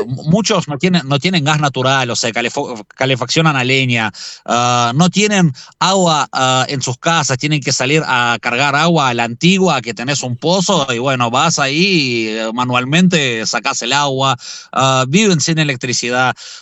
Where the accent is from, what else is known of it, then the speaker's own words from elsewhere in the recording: Kharkiv Oblast, Ukraine; moved away; en mi provincia natal, en Kharkiv